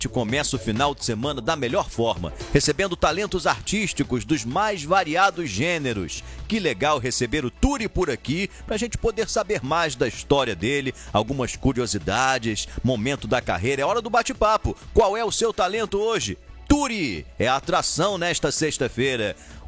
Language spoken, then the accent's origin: Portuguese; Rio de Janeiro, Brazil